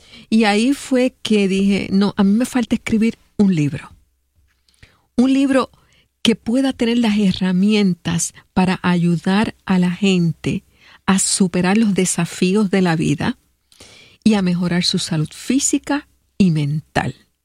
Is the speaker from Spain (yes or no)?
no; Cidra, Puerto Rico; moved away as an adult; yo también soy de Sidra.